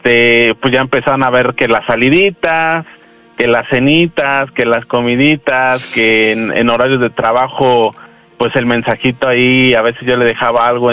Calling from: Guadalajara, Jalisco, Mexico; Tengo 40 años y soy de Guadalajara.

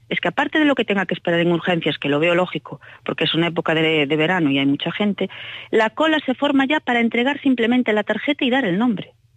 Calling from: Vilagarcía de Arousa, Galicia, Spain; Pues yo llamo desde Vila García de Arousa.

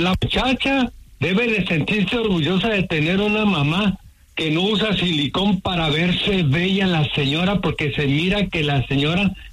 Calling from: Sacramento, California, United States; Soy de Sacramento. Aquí andamos ahorita trabajando aquí en Folsom.

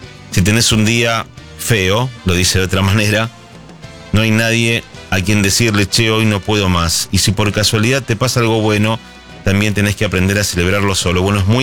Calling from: Paraná, Entre Ríos, Argentina; de Paraná, acá en la ciudad desierta, mucho frío

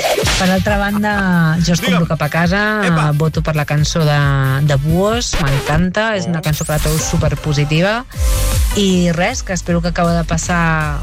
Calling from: Sant Vicenç dels Horts, Catalonia, Spain; de Sant Vicenç dels Horts.

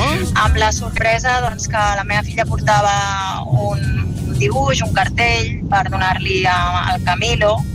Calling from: Caldes de Montbui, Catalonia, Spain; de Caldes, de Montbui.

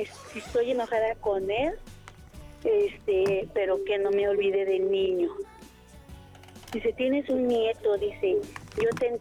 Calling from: Chimalhuacán, State of Mexico, Mexico; yo vivo en Chimalhuacán

